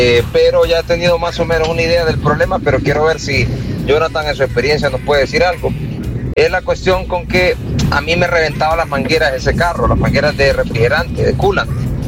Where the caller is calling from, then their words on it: Honduras; les saluda. Soy hondureño, ando paseando aquí esta semana por su país.